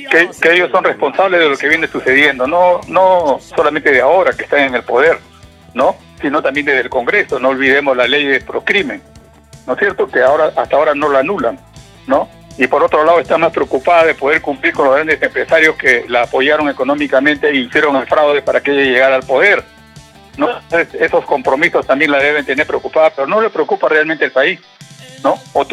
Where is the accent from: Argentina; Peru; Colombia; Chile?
Peru; yo soy un peruano más, soy una persona mayor